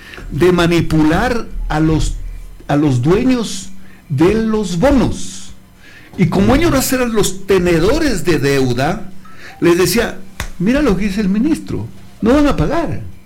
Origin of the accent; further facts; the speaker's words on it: Loja, Ecuador; Porque yo soy, pues, te me comprende. De Tierra Caliente, la frontera de mi provincia es Zapotillo, Macará, claro. Mangaburco.